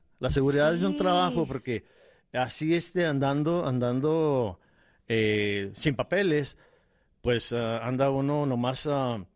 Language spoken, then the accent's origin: Spanish; Ciudad Juárez, Chihuahua, Mexico; now in United States; De Ciudad Juárez, México